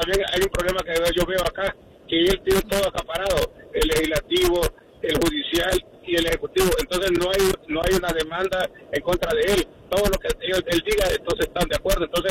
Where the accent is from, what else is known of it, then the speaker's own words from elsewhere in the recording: El Salvador; yo soy salvadoreño y te voy a decir, trabajé en los 90 con dos gobiernos.